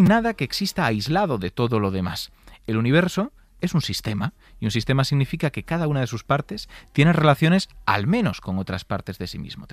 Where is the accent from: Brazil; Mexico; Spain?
Spain; Galicia; Yo es que soy gallego, ¿eh?